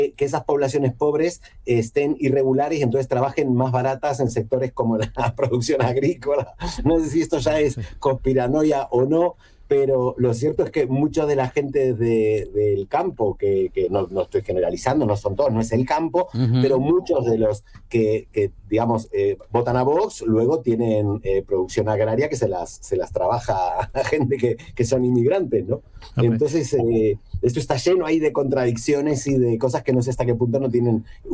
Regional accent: Argentina; moved away as an adult; now in Spain; Bueno, el yo soy inmigrante, digamos, soy hispano-argentino, porque tengo la nacionalidad española ya hace bastante, hace 31 años que vivo aquí.

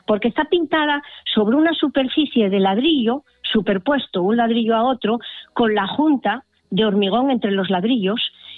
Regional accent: Tudela Veguín, Asturias, Spain; born there; A cualquiera que nacimos en Tudela Beguín, dice, hola, estoy aquí. Es como una bienvenida a cualquiera que haya nacido allí. Y que además visitamos el pueblo en fechas señaladas.

